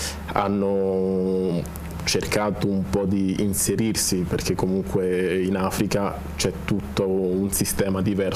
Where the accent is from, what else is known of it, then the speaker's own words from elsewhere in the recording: Macerata, Marche, Italy; sono nato a Macerata, sono cresciuto, ho studiato, ho fatto tutto il mio percorso, diciamo, della mia vita qui in Italia, a Macerata. Spesso tengo molto alle mie origini e peraltro ogni anno tendo ad andare al mio paese di origine